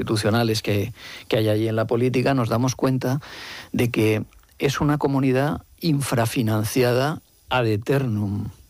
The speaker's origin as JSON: {"language": "Spanish", "region": "Valencian Community", "country": "Spain", "said": "Y soy alicantino, o sea, valenciano."}